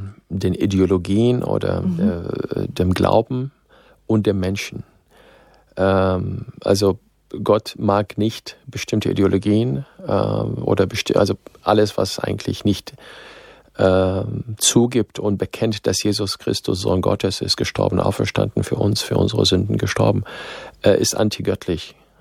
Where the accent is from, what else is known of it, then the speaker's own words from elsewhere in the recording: Syria; German is a second language; now in Germany; ich bin in Syrien geboren, aufgewachsen, ich habe armenische Vorfahren, also ich habe den Zugang zur arabischen Welt, zur islamischen Welt, zur armenischen Welt, bin nach Deutschland gekommen.